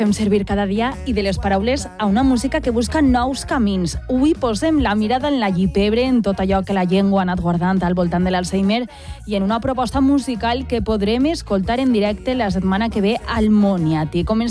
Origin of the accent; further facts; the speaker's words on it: Catarroja, Valencian Community, Spain; vaig cap a casa, cap al meu poble, perquè a Catarroja